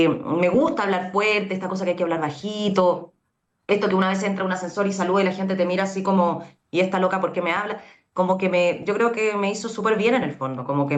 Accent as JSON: {"language": "Spanish", "country": "Chile", "moved": "yes", "said": "yo me fui de Chile siendo como la más destacada de mi generación, una de las más destacadas, y cuando llego a Cuba era la peor de todas, porque el nivel de Cuba con respecto a Chile en el ballet es una cosa pero abismal."}